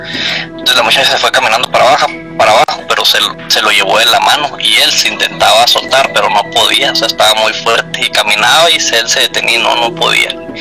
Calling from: Chihuahua, Mexico; Desde Chihuahua.

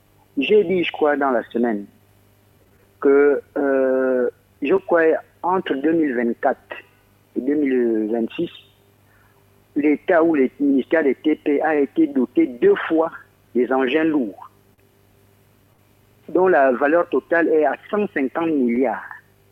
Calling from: Moyen-Ogooué, Gabon; chez moi, dans le Moyen-Ogoué

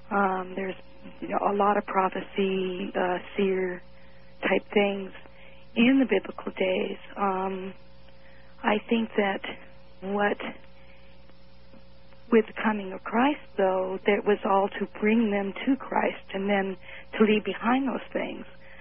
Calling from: Seattle, Washington, United States; in Seattle.

